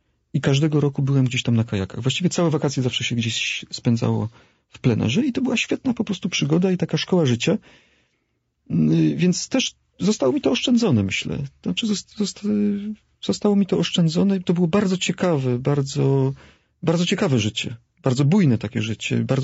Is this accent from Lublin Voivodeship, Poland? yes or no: no; Silesian Voivodeship, Poland; mój tata pochodzi z Kresów i we mnie chyba taka dusza kresowiaka jest, czyli taka bardzo spontaniczna, ale urodziłem się na Śląsku i wychowałem się na podwórku śląskim, wśród kanysów, w ordungu, w porządku